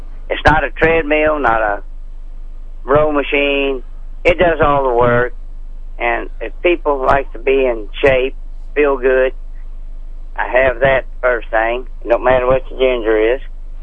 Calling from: Franklin, Missouri, United States; I'm calling from Franklin, Missouri.

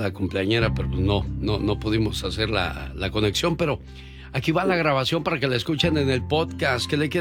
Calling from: Lake Tahoe, United States; Soy de Lake Tahoe. Hace unos años lo conocí en una tienda de Santa Bárbara, California.

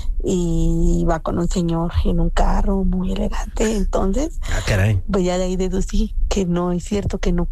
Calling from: Mexico City, Mexico; Los escucho desde Tlalpan.

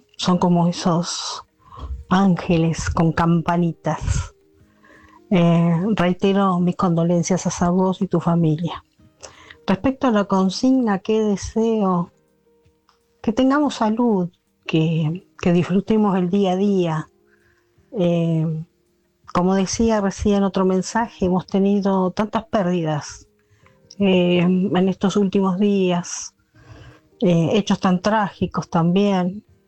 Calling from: Santa Rosa, La Pampa, Argentina; de Santa Rosa La Pampa.

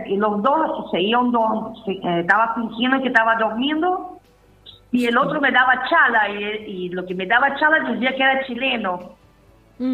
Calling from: Godoy Cruz, Mendoza, Argentina

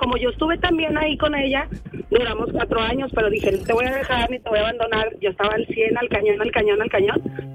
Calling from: Monterrey, Nuevo León, Mexico; también soy mujer, la fui a visitar, yo soy de aquí de Monterrey

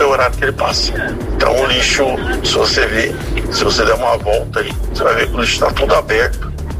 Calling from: São José dos Campos, São Paulo, Brazil; aqui do Vista Verde.

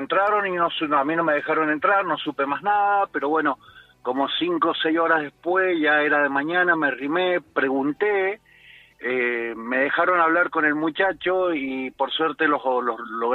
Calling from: Guaymallén, Mendoza, Argentina; Yo soy de Villanueva, Güemayén. En este momento ando acá por Rodeo del Medio.

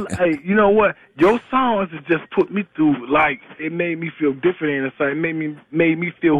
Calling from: Flint, Michigan, United States; I'm calling from Flint, Michigan, man.

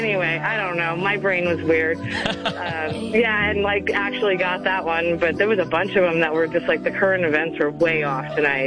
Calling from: Eagle Point, Oregon, United States; Eagle Point, Oregon.

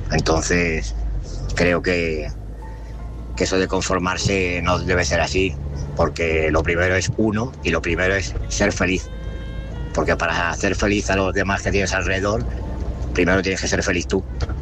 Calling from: Málaga, Andalusia, Spain; de Málaga.

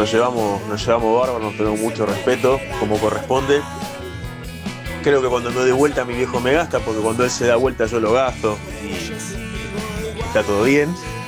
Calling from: Morón, Buenos Aires Province, Argentina

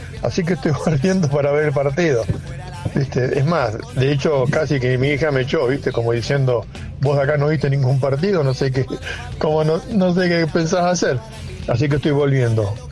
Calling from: La Plata, Buenos Aires Province, Argentina; Yo estoy volviendo a mi casa, fui a Mar del Plata a ver a mis hijos, soy de La Plata.

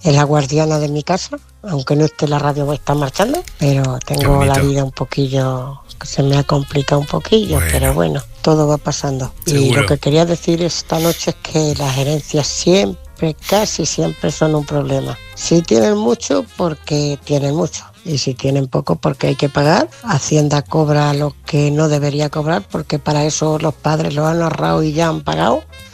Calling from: Ciudad Real, Castilla-La Mancha, Spain; de Ciudad Real.

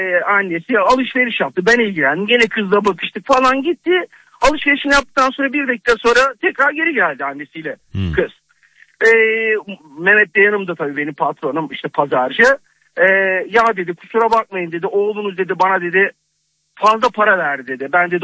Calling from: Avcılar, Istanbul, Turkey; Biz İstanbul'dan, Avcılar'dan

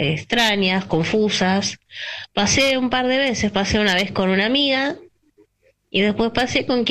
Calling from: Caballito, Buenos Aires, Argentina; Gente, los abrazo … de Caballito.

